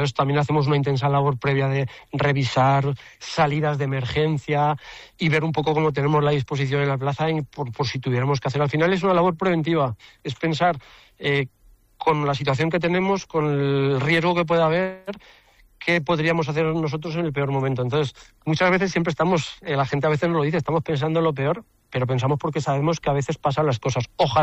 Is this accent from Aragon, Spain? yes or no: yes; Teruel, Aragon, Spain; para los que somos de Teruel